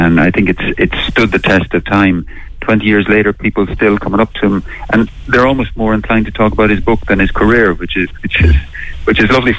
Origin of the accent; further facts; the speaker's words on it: Tipperary, Munster, Ireland; You know, I'm from Tipperary